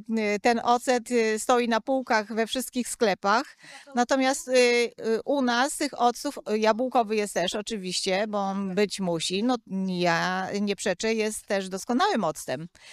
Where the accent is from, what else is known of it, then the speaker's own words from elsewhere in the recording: Kościelec, Greater Poland Voivodeship, Poland; Poza jarmarkiem jesteśmy z Wielkopolski, Kościelec, koło koła. Tam ja wytwarzam te octy